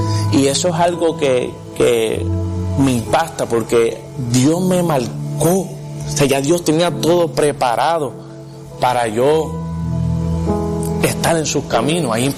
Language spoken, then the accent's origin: Spanish; San Juan, Puerto Rico; born there; Y yo me crié con mi abuela y con mi mamá. Nací en San Juan, Puerto Rico.